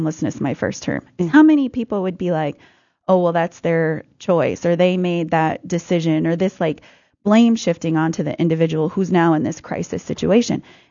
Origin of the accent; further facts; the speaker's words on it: South Dakota, United States; now in Moorhead, United States; I grew up in South Dakota. That's a whole other region.